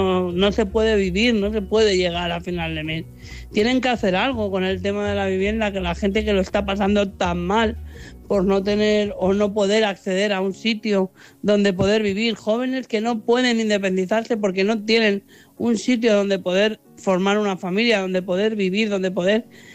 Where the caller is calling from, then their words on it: Madrid, Community of Madrid, Spain; de Madrid.